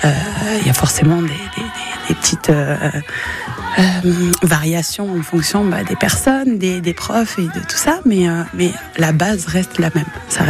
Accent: Nîmes, Occitanie, France; ici chez nous à Nîmes

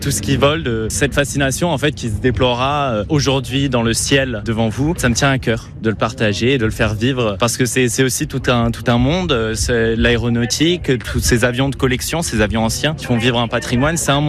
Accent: Toulouse, Occitanie, France; comme je suis toulousain, je venais souvent à Muret, à Air Expo quand j'étais petit.

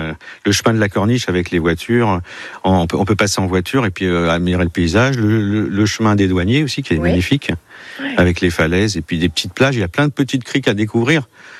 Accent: Île-de-France, France; On vient des Yvelines.

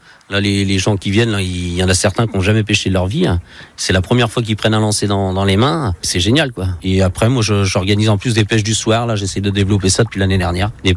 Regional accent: Saint-Gilles-Croix-de-Vie, Pays de la Loire, France; moi déjà je suis de Saint-Gilles-Croix-de-Vie. Donc depuis tout petit, déjà mes voisins c'était des marins pêcheurs. Depuis tout petit j'étais bercé dedans.

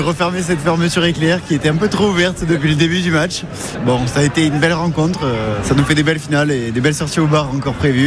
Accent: Pau, Nouvelle-Aquitaine, France; born there; Ouais, je suis né à Pau quand même

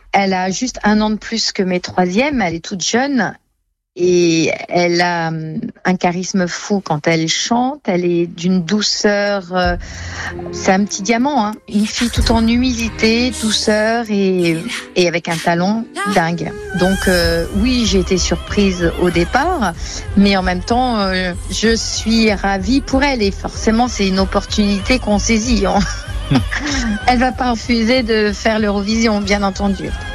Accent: Reims, Grand Est, France; Et comme nous sommes de Reims, comme j'ai déjà travaillé à plusieurs reprises avec David Hardy

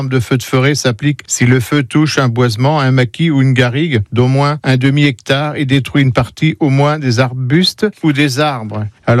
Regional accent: Centre-Val de Loire, France; et puis chez nous, dans le Berry aussi, dans la Brenne, dans l'Indre.

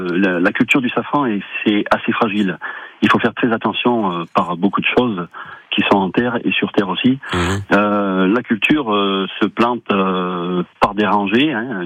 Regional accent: Auvergne-Rhône-Alpes, France; moved away as an adult; also born or lived in Ardèche; now in Marsac-en-Livradois, France; Donc moi je viens de la Haute-Loire, on vient de la Haute-Loire. Et du coup on est parti habiter 12 ans en Ardèche en 2010, de 2010 à 2022.

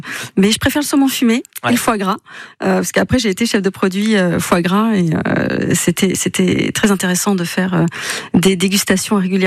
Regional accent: Saint-Jean-d'Angély, Nouvelle-Aquitaine, France; moved away as an adult; now in Basque Country, France; Je viens de Saint-Jean-d'Angély, en Charente-Maritime.

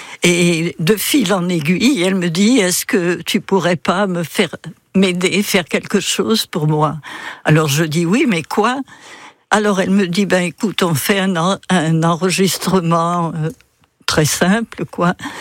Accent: South, France; je parle avec les mains, je suis du Sud.

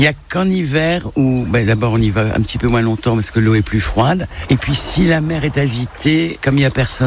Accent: Hauts-de-France, France; now in Cap-d'Ail area (La Mala), France; Moi, je suis venue quand j'étais toute petite, en vacances, parce que je suis originaire du Nord. Et le hasard a fait que je suis venue habiter dans la région. Et je me suis retrouvée habiter en haut de la Mala.

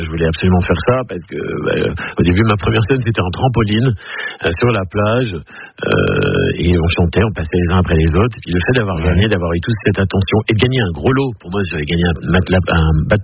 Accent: Paris, Île-de-France, France; je suis un petit poulbeau moi de Montmartre, j'étais dans le 18e et j'ai eu une vie de village finalement dans Paris, c'est le seul petit village dans Paris

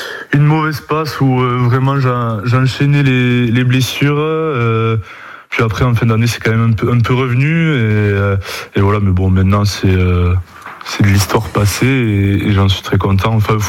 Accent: Tarbes, Occitanie, France; moved away; also born or lived in Toulouse; Je suis originaire de Tarbes.

